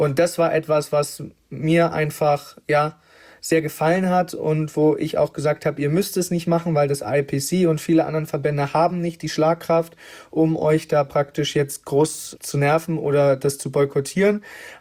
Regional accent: Erlangen, Bavaria, Germany

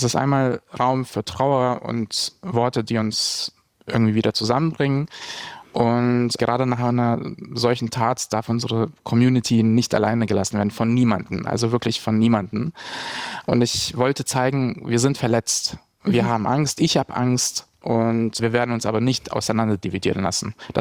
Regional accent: Bosnia & Herzegovina; now in Berlin, Germany; komme gebürtig aus Bosnien und Herzegowina, lebe seit 17 Jahren in Berlin und bin queerer Aktivist.

